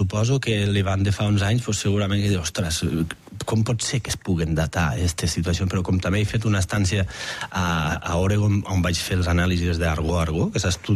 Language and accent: Catalan; Batea, Catalonia, Spain; Jo de Batea, que som de secar